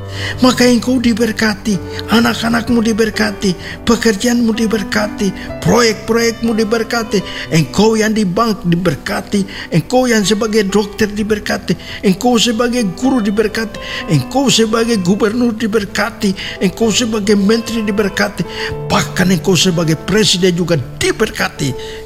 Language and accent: Indonesian; Papua, Indonesia; Jadi perkataan ini juga pasti dikatakan oleh Yahweh Nusiado kepada kita orang Papua